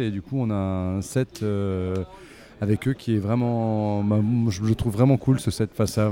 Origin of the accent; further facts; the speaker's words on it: Lyon, Auvergne-Rhône-Alpes, France; Ah non, on est lyonnais avec la musique celtique.